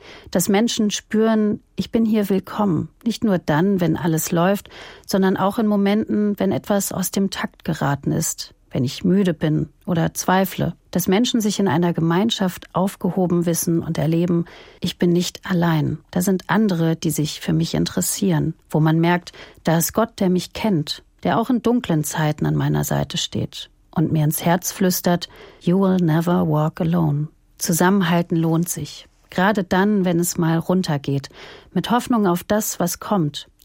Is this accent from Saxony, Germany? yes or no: no; Hamburg, Germany; Nach einer kurzen Dortmund-Fanphase in meiner Kindheit war für mich als Hamburgerin schnell klar, Hamburg ist braun-weiß.